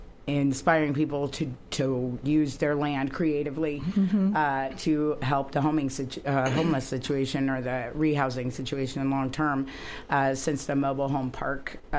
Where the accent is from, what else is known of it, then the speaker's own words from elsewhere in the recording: California, United States; now in Oregon, United States; I'm from California.